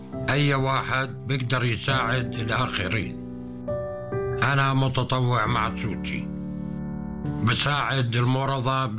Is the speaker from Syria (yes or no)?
yes; Syria; moved away as an adult; now in Jordan; وعن جد سوريا حلوة جدا جدا، ولكن الحرب غير كل إشي. أنا كنت أشتغل بالنقل الخضار على حلب.